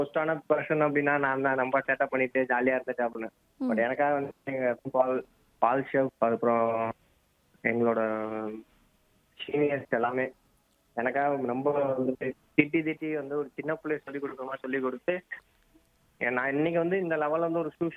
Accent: Dindigul, Tamil Nadu, India; moved away as an adult; also born or lived in Tiruchirappalli; now in Chennai, India; நான் வந்து என் சொந்த ஊர் வந்து திண்டுக்கல். இப்போ வந்து நான் ஒர்க் பண்ணிட்டு இருக்கேன் சென்னையில்.

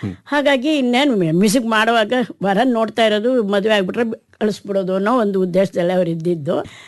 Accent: Mysuru, Karnataka, India; ಮೂಲತಃ ನಾನು ಹುಟ್ಟಿ ಬೆಳೆದಿದ್ದೆಲ್ಲ ಮೈಸೂರು, ಆದ್ರೆ ನಮ್ಮ ತಂದೆಯವರೆಲ್ಲ ಇದ್ದಿದ್ದು ಅರಕಲ್ಗುಡ ತಾಲೂಕಿನ ರುದ್ರಪಣಂ ಗ್ರಾಮದಲ್ಲಿ.

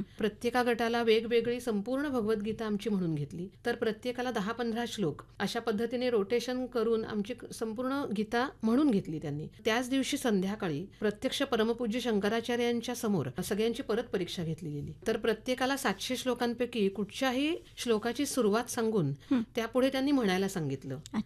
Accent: Ratnagiri, Maharashtra, India; मी रत्नागिरी आणि महाराष्ट्रातून आले

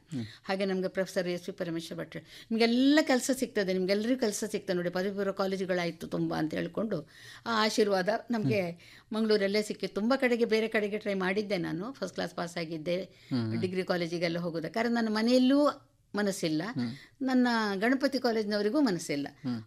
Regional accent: Dakshina Kannada district, Karnataka, India

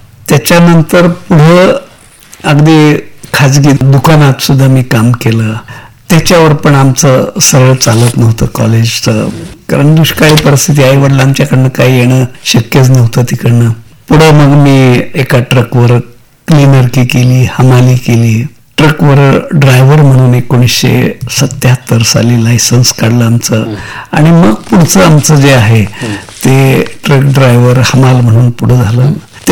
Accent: Aran, Maharashtra, India; आणि त्याच गावामध्ये आमचाही जन्म झालेला आहे. मूळ गाव माझं आरण आहे.

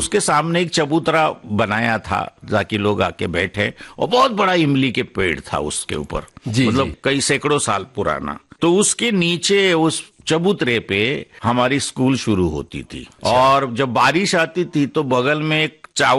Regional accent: Maharashtra, India; born or raised there; moved away

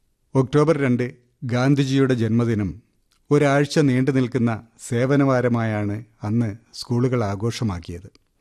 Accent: Punakkannur, Kerala, India; കൊല്ലം ജില്ലയിലെ പുനക്കന്നൂർ എന്ന ഗ്രാമത്തിലാണ് ഞാൻ ജനിച്ചത്.

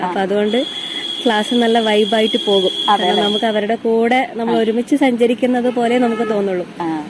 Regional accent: Koothuparamba, Kerala, India; സ്ഥലം കൂത്തുപറമ്പ്, ശങ്കരനെല്ലൂർ എന്ന് പറയും.

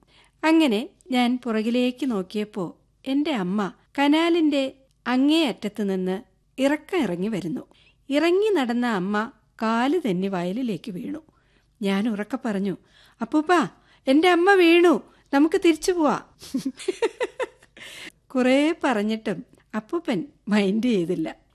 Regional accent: Haripad, Kerala, India; now in Chendamangalam, North Paravur, India; ആലപ്പുഴ ജില്ലയിലെ ഹരിപ്പാടിനടുത്തുള്ള കാഞ്ഞൂരാണ് എന്റെ കൊച്ചു ഗ്രാമം.

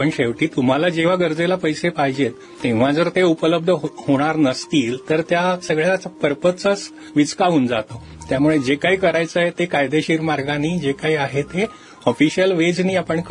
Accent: Maharashtra, India; Basically मी मराठी आहे, मराठी माणसंही पैसेवाली व्हावी हा त्याच्यामागे एक सुप्त हेतू आहे.

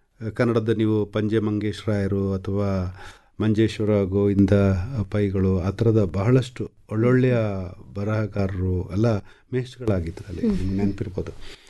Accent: Kodagu, Karnataka, India; first language Malame (Malayalam dialect); Kannada is a second language; ನಾನು ಹುಟ್ಟಿದ್ದು ಕೊಡಗಲ್ಲಿ, ಅಲ್ಲಿ ನನ್ನ ಮಾತೃಭಾಷೆ ಮಲಯಾಳ. ಮಲಯಾಳ ಮಾತೃಭಾಷೆ ಅಂದ ತಕ್ಷಣ ನಾನು ಮಲಯಾಳಿ ಅಲ್ಲ, ಯಾಕೆಂದ್ರೆ ನಮ್ಮ ಮಾತೃಭಾಷೆಗೆ ಸ್ಕ್ರಿಪ್ಟ್ ಇಲ್ಲ, ಲಿಪಿ ಇಲ್ಲ.

